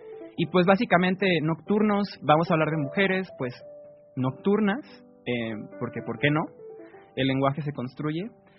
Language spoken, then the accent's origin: Spanish; Villahermosa, Tabasco, Mexico; now in Guadalajara, Mexico; Yo soy de Tabasco, soy una persona migrante aquí me considero una persona migrante aquí en Guadalajara. Yo nací en Villahermosa, Tabasco